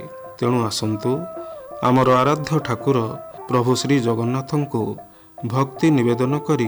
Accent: Odisha, India; ଆମ ଓଡ଼ିଆ ଭାଷା ସାହିତ୍ୟ ଓ ସଂସ୍କୃତିକୁ ଭଲ ପାଇବା ଏବଂ ଏହାର ପ୍ରଚାର ପ୍ରସାର କରି ଆମେ ଓଡ଼ିଆ ବୋଲି ଗର୍ବିତ ହେ

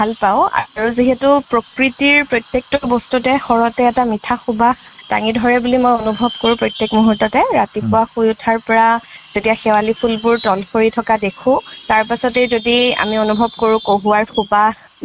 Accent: Guwahati, Assam, India; মোৰ ঘৰ ইয়াতে গুৱাহাটীতে।

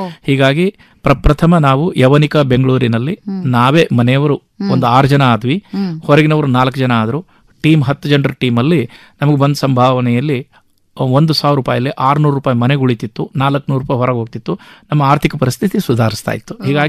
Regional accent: Ballari, Karnataka, India; born there; ನಾನು ಹುಟ್ಟಿದ್ದು ಬಳ್ಳಾರಿಯಲ್ಲಿ.

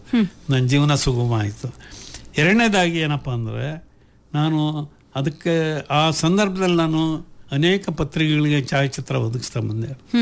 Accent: Alur, Karnataka, India; ನಮ್ಮೂರವರೇ, ಆಲೂರಿನವರೇ.

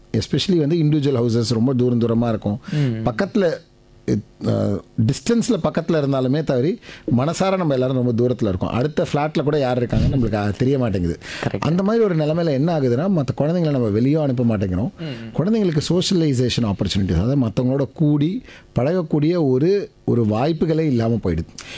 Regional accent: Chennai, Tamil Nadu, India; இதே சென்னையில் தான் வளர்ந்தேன் நான்

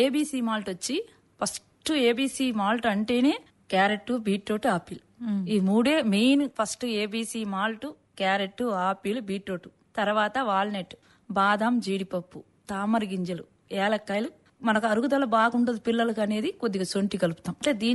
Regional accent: Nellore district, Andhra Pradesh, India; మా ఊరు వచ్చి రేగడిజలిగా నెల్లూరు డిస్టిక్.

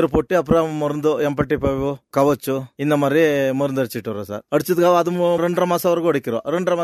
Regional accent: Thummanatti, Tamil Nadu, India; சொந்த ஊர் தும்நாடுங்க சார்.

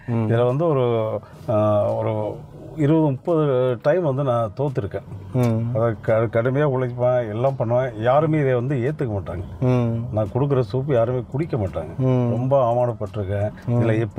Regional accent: Aravakurichi, Tamil Nadu, India; நான் கரூர் மாவட்டம் அரவக்குறிச்சி டாலகில் வந்து ஈசனத்த கிராமத்தில் வந்து கருங்கல்பட்டிங்கிற ஊரில் கிராமத்தில் வந்து பிறந்தேன். என்னுடைய கல்வி படிப்பு எல்லாமே வந்து ஆண்டிப்பட்டி கோட்டைங்கிற இடத்துல, இதுவும் அரவக்குறிச்சி பகுதியில் தான் இருக்குங்க. அங்கே வந்து +2 வரைக்கும் படிச்சிருக்கேன்.

